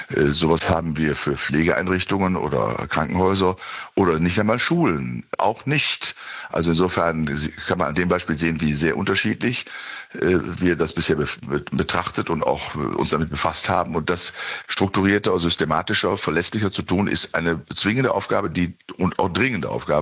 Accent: Bielefeld, North Rhine-Westphalia, Germany; in meiner Heimatstadt Bielefeld ist eine vor ja, 3, 4 Jahren eine neue Ordnung des Innenstadtbereichs vorgenommen worden

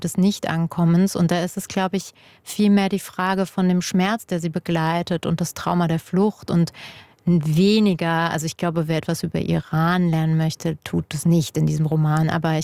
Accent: Hermeskeil, Rhineland-Palatinate, Germany; born there; Und das war für mich einfach ein absoluter Gamechanger, was so meinen Blick auf meinen Geburtsort Hermeskeil angeht, weil ich bis dahin nichts über die jüdische Gemeinde wusste.

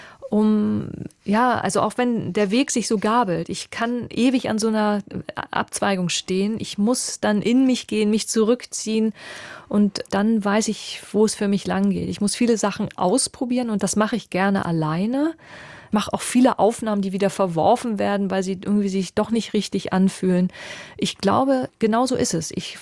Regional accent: Hamburg, Germany; Meine Heimat war immer Hamburg. Also selbst als ich in Berlin dann studiert habe, es hat mich irgendwie, also die dickste Wurzel meines Lebens, die wächst durch Hamburg. Und meine Familie lebt da.

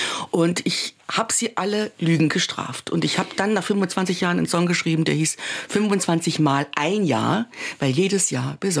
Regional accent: Nohfelden, Saarland, Germany; also born or lived in Saarbrücken; wir sind also hier in Saarbrücken geboren. Die jüngste Schwester, da waren wir schon da, wo ich dann letztendlich aufgewachsen bin. Und das ist ein kleiner Ort in der Gemeinde Nohfelden. Da bin ich aufgewachsen und da bin ich geblieben bis heute. Und da werde ich auch bleiben.

